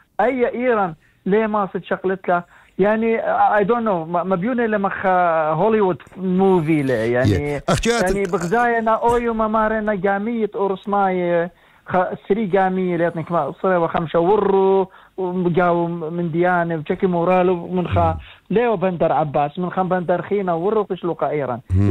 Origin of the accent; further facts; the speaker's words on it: Iraq; انا من العراق